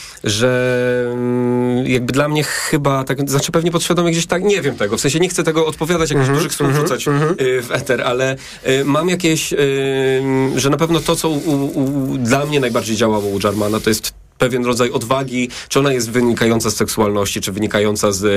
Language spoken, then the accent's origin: Polish; Kazimierz Dolny, Lublin Voivodeship, Poland; also born or lived in London; now in Warsaw, Poland; wychowywałem się jakby na prowincji lubelskiej, wspaniałej.